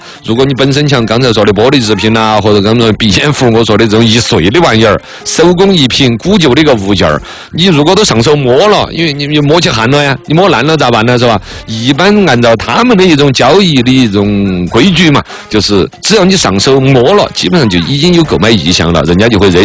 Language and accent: Chinese; Chengdu, Sichuan, China; 这个尤其我们成都人哈，因为成都的自来水水质在全国乃至于全世界绝对是排到 top 的顶尖的